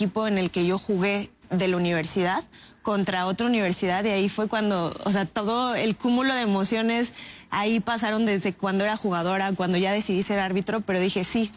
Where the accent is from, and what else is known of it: Mexico